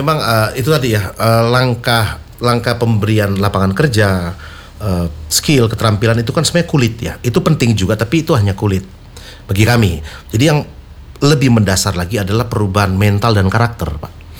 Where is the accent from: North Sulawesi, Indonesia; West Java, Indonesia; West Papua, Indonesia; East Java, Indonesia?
North Sulawesi, Indonesia; born there; also born or lived in Jakarta; now in Semarang, Indonesia; saya lahir dalam suku Minahasa atau Manado, Sulawesi Utara.